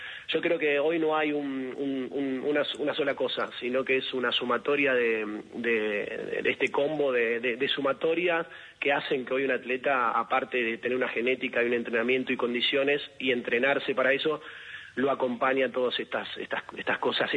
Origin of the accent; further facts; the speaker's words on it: Argentina; nosotros como argentinos, o lo mismo los atletas argentinos, cuando los ven y los ven cómo entrenan